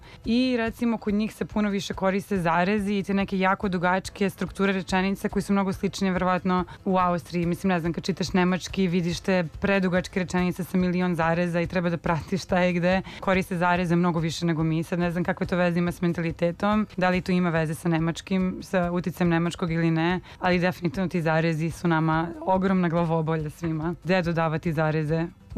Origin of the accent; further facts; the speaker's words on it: Serbia; accent: Serbian; now in Slovenia; nije odmah identifikovao da imam srpski akcenat, nego je mislio da imam akcenat iz jedne druge regije u Sloveniji